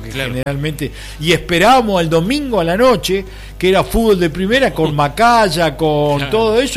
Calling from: Río Negro, Argentina; soy de Río Negro

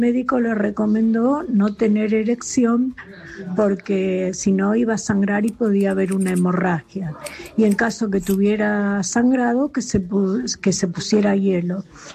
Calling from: Florencio Varela, Buenos Aires Province, Argentina; de Florencio Varela.

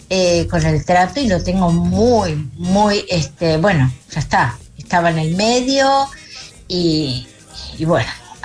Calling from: Granadero Baigorria, Santa Fe, Argentina; Los saluda … de Granadero Baigorria.

